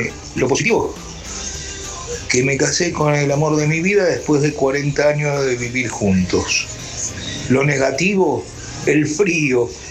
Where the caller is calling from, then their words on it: San Antonio de Padua, Buenos Aires Province, Argentina; de Padua.